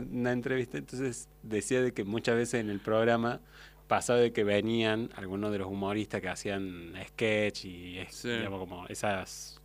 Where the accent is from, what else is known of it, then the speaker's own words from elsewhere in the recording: Basque Country, Spain; Yo soy vasco.